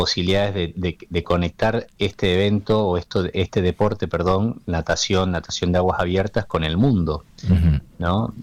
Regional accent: Tucumán, Argentina; es como decir Tucumán, yo que soy tucumano, ¿en dónde nadás en aguas frías en Tucumán?

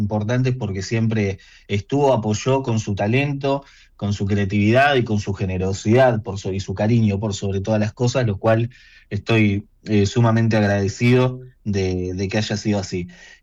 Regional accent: La Plata, Buenos Aires Province, Argentina; yo soy de La Plata, nacido, criado y formado en la Universidad Nacional de La Plata, orgullosamente.

